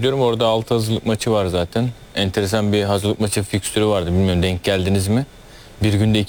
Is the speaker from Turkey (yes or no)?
yes; Trabzon, Turkey; moved away; ilk memleketime gittim, Trabzon'a.